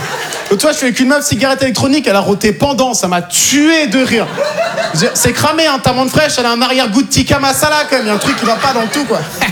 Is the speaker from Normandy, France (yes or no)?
yes; Normandy, France; born there; Tu me demandes tu viens d'où? Je te réponds honnêtement. Moi, je suis né en Normandie.